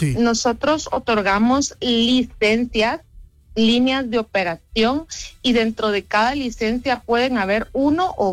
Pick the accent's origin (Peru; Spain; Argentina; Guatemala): Guatemala; a todos como guatemaltecos nos afecta en general.